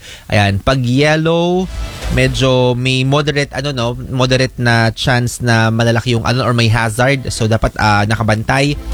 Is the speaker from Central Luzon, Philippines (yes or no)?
no; Bicol Region, Philippines; moved away; nung umuwi ako sa Bicol, sa Catanduanes noong Holy Week, may isang bayan sa amin.